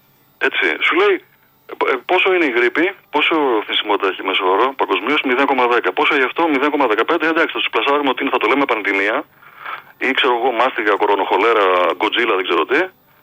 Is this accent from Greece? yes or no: yes; Greece